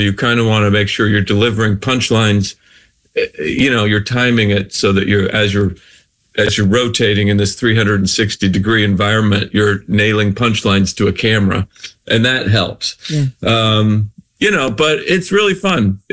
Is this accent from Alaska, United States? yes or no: no; Idaho, United States; Dan is from Northern Idaho. I'm from Southern Idaho.